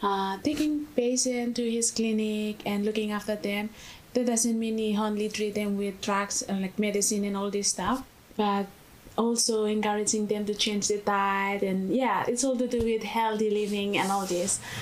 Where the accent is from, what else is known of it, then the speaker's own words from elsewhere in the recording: Vanuatu; moved away as an adult; now in Kangaroo Valley, Australia; I'm from Vanuatu.